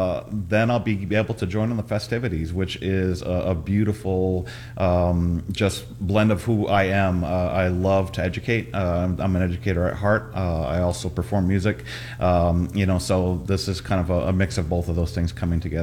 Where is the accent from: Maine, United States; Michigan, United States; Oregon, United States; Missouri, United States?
Maine, United States; So I come from the Passamaquoddy tribe, and we're part of a larger group of tribes called the Wabanaki peoples, which is the people of the Dawn Land.